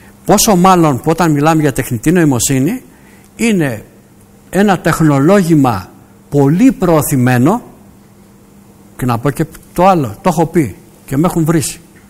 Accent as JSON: {"language": "Greek", "town": "Piraeus", "region": "Attica", "country": "Greece", "said": "Εγώ είμαι πειραιώτης."}